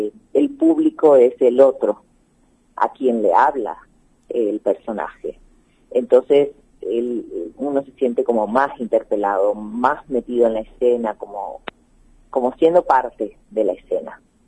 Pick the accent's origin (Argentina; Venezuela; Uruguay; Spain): Argentina